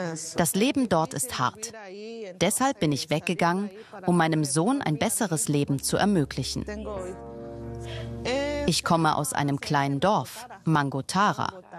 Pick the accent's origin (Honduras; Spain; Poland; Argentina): Honduras; moved away as an adult; now in Mexico; Ich komme aus Honduras. Ich bin eine indigene Person. Ich bin 27 Jahre alt und Hausfrau.